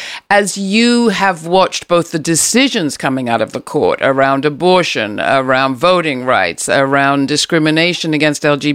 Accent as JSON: {"language": "English", "region": "England", "country": "United Kingdom", "tie": "born or raised there", "moved": "yes", "said": "where I grew up in England"}